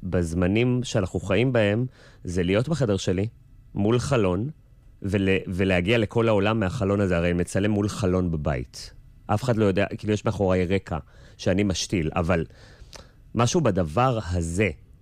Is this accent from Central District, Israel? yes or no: no; Jerusalem, Jerusalem District, Israel; בית הקרם, בורן אנד רייזד.